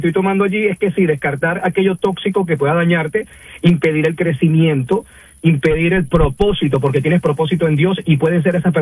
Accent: Venezuela; De hecho, en mi tierra Venezuela decimos que mira con quién anda y te diré quién eres, algo así.

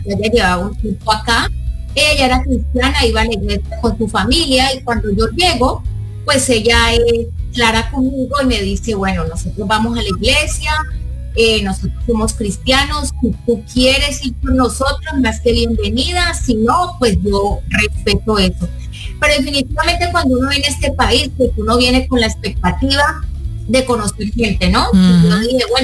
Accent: Colombia; now in United States; yo soy colombiana. Y sí, en ese momento me desempeño como tesorera para el distrito escolar de aquí del condado de Palm Beach County.

